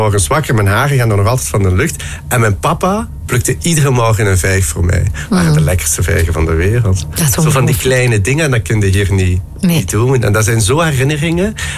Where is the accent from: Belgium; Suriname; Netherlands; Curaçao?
Belgium; Ik ben echt Belg. Mm-hmm. Ik ben hier geboren, ik werk hier.